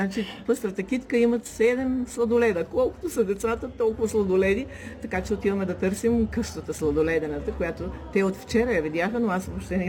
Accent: Rhodope Mountains, Bulgaria; Не, че аз съм родопчанка, не, че, нали... Но тук хората от родопите сме други.

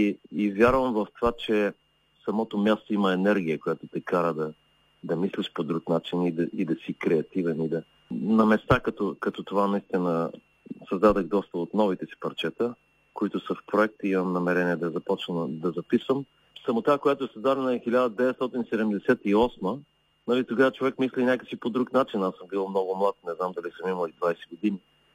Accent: Gotse Delchev, Blagoevgrad Province, Bulgaria; also born or lived in Flensburg, Germany; Аз съм от Гоце Делчев и тъй като се прибрах тук заради майка ми да съм по-близо до нея

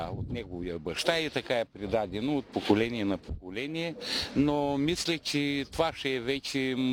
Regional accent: Dragoevo, Shumen Province, Bulgaria; now in Stara Zagora, Bulgaria; От Стара Загора съм, но съм на времето съм живял тук в Драгоево. Съм израснал и зато и си поддържам тук района.

